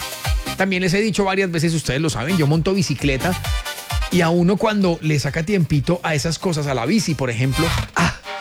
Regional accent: Ibagué, Tolima, Colombia; now in Quindío, Colombia; yo no soy de acá. Ustedes ya saben que les cuento cada rato que soy del Tolima, que soy de Ibagué y tal.

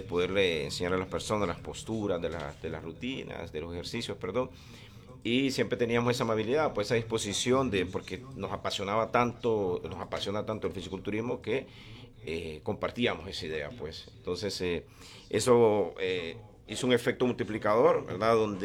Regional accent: Tegucigalpa, Francisco Morazán, Honduras; nosotros somos de ahí, de la Kennedy.

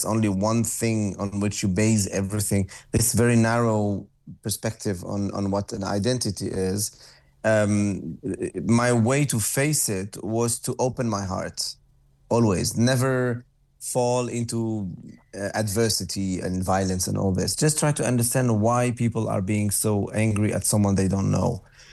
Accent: Lebanon; now in Europe; me because I come from Lebanon and I live in Europe or anything like that.

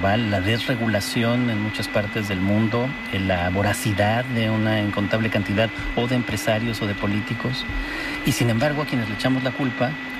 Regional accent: Spain; Bueno, soy también español y no siempre me he sentido en España, tengo que decirlo, absolutamente acogido

